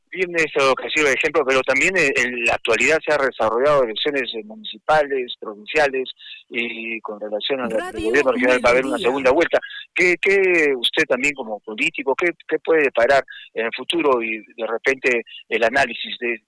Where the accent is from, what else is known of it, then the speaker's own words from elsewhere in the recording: Peru; Como todo peruano, queremos lo mejor para el país, ¿no?